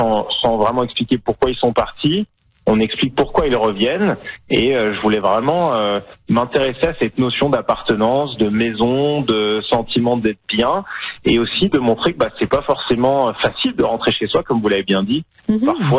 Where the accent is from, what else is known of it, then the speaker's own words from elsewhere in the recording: France; moved away as an adult; now in Canada; Comme vous pouvez l'entendre avec mon accent, moi je suis originaire de France, mais ça va faire 18 ans que je vis au Canada. Et donc si on me demande, moi c'est clair que chez moi, c'est le Canada.